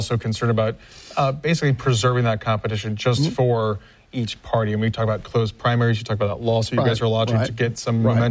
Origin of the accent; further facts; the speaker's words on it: Maryland, United States; Hey, well, I'm from Maryland. I like to say we're still the South, but I never claimed it growing up until now.